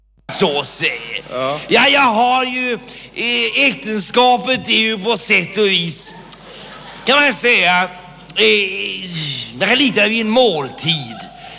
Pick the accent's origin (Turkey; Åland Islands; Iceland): Turkey; Istanbul; jag är utländsk läkare. Ett utav dem från Turkiet, i alla fall. Jag är från Istanbul, om du känner det staden.